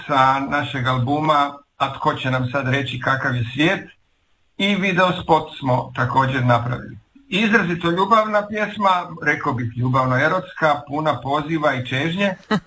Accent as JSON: {"language": "Croatian", "town": "Knin", "region": "Šibenik-Knin County", "country": "Croatia", "tie": "born or raised there", "moved": "yes", "lives_now": "Zagreb, Croatia", "said": "Pa Knin je moj rodni grad, ja sam Knjinjanin, da tako kažem u šali, privremeno zaposlen u Zagrebu."}